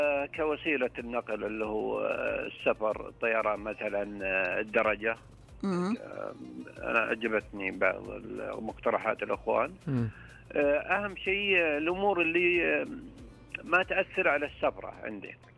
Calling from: Saudi Arabia; والله من حول الرياض، أنا بين منطقة القصيم والرياض.

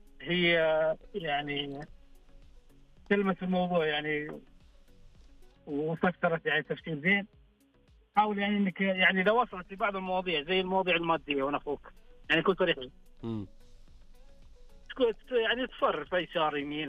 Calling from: Bisha, Asir, Saudi Arabia; من بيشه محافظه

